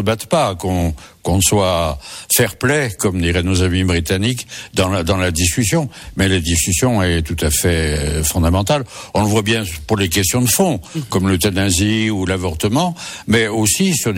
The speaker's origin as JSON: {"language": "French", "town": "Saint-Étienne", "region": "Auvergne-Rhône-Alpes", "country": "France", "tie": "born or raised there", "said": "je suis originaire d'une ville en sinistrée qui est Saint-Étienne, qui jadis était une ville quand j'étais enfant très prospère, qui aujourd'hui est au, je dirais pas au fond du gouffre"}